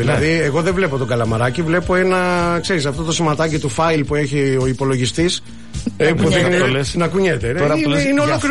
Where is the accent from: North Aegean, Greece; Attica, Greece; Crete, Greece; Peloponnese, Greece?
Peloponnese, Greece; Molaoi; Guilty as charged που λένε και στο χωριό μου στου Μολάου.